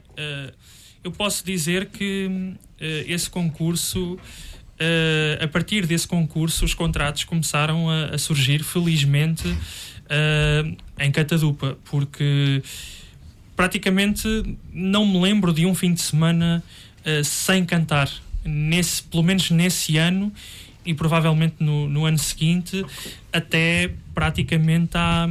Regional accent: Portugal; born there; also born or lived in France; nunca tinha saído de Portugal

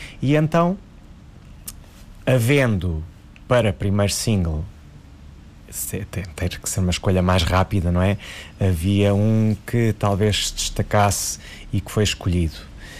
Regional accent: Sines, Lisbon, Portugal; Então, eu nasci em Lisboa, mas cresci em Sines, é de lá que estão todas as minhas raízes, a minha família toda ainda vive lá

